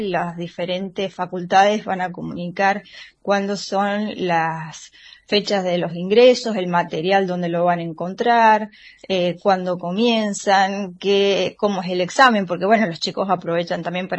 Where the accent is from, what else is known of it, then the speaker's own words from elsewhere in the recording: Mendoza, Argentina; moved away as an adult; now in San Luis, Argentina; yo soy de Mendoza y me vine a estudiar a San Luis por la carrera que tenía